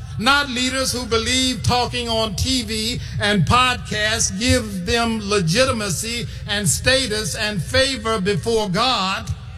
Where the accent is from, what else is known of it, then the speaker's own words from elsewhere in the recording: Chicago, Illinois, United States; We know something about that here in Chicago. I'm from Chicago.